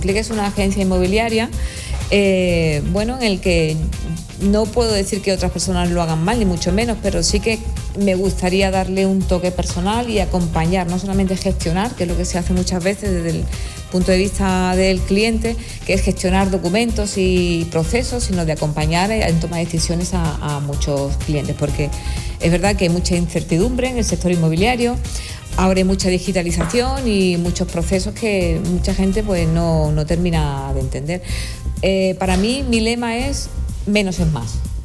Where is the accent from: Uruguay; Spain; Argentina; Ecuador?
Spain; Algeciras, Andalusia; also born or lived in Barcelona; soy de Algeciras. Tengo 55 años para 56.